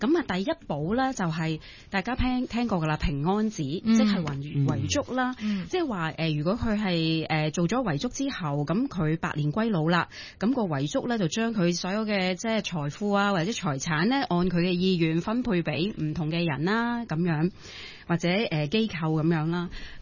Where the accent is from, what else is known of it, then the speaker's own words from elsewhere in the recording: China; 咁但係有好多時候，可能我哋中國人啊，都比較難於啟齒嘅。